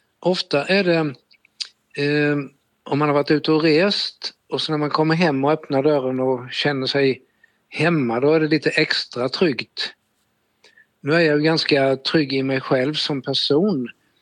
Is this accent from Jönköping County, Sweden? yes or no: yes; Smålandsstenar, Jönköping County, Sweden; Och jag kom ju från Småland från början då och i Smålands stenar.